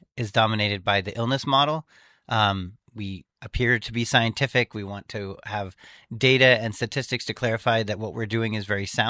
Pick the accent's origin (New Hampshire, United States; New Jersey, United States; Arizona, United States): New Hampshire, United States; Pembroke; I was born in Hanover. I don't think the hospital actually exists anymore. But I grew up in Pembroke, which is just outside of Concord.